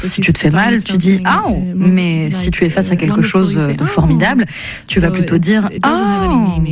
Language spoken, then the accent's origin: French; Mozambique; moved away; ils ont fini par décider de partir en Belgique. Mais donc voilà, c'est parce que j'ai grandi au Mozambique que je parle portugais.